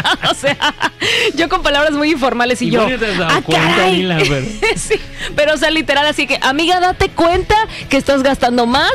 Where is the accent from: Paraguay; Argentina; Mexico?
Mexico; Fracasé como mexicana porque a mí ese tema me da terror